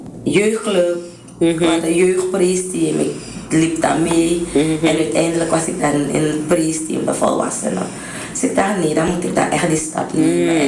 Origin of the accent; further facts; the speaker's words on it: Nigeria; Dutch is a second language; now in Netherlands; Ik ben trots om dat te zeggen. Ik ben een Nigeriaanse vrouw. En ja, daar ben ik gevormd.